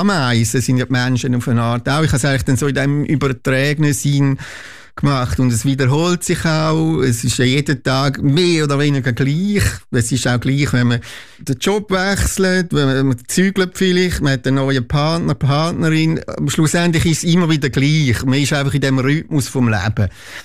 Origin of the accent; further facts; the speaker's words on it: Oberstammheim, Zurich, Switzerland; now in Schaffhausen, Switzerland; ich bin Musiker, wohnhaft in Schaffhausen und bin aufgewachsen in Oberstammheim, Zürich-Wieland, wohne aber schon länger jetzt in Schaffhausen